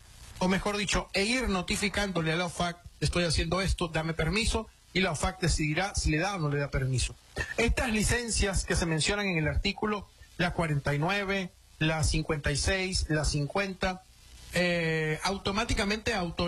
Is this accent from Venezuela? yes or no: yes; Venezuela; quisiéramos ver, como venezolanos, quisiéramos ver el presupuesto